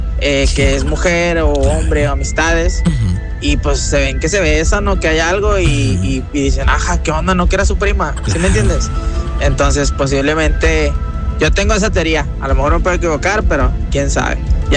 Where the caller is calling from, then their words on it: Monterrey, Nuevo León, Mexico; Oye, yo soy regio, ajá, 100% regio, compadre.